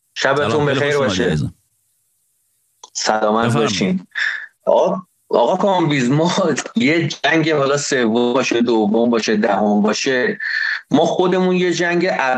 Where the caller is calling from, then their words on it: Tehran, Tehran Province, Iran; من خودم به عنوان یه کاسب از تهران نگاه میکنم